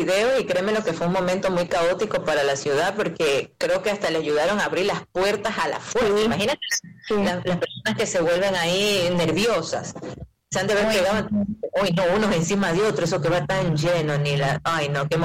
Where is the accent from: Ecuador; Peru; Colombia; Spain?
Ecuador; aquí como ecuatorianos que somos, ¿verdad?